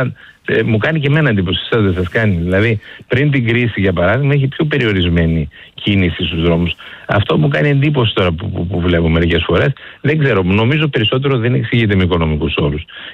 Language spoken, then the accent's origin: Greek; East Macedonia and Thrace, Greece; όπως παραδείγματος χάρη εγώ επισημαίνω που κατάγομαι και από την Ροδόπη, οι αγρότες μας.